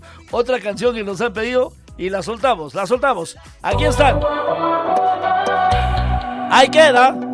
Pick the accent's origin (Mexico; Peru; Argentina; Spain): Peru; yo como peruano